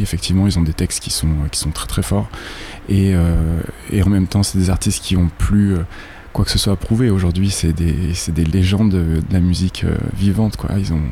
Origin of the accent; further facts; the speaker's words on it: France; now in Canada; C'est un peu l'image qu'on a en tant que Français ou en tant qu'Européen ici, du Québec, du Canada